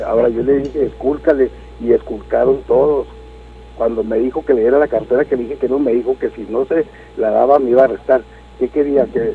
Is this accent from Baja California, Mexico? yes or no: no; Valle de Juárez, Chihuahua, Mexico; Yo soy vallejuarense 100%, yo nací en el Valle de Juárez, y pago mis impuestos mexicanos y pago impuestos americanos